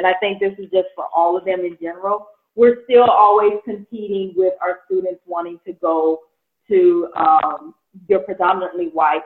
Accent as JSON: {"language": "English", "town": "Seattle", "region": "Washington", "country": "United States", "tie": "born or raised there", "said": "I grew up in Seattle."}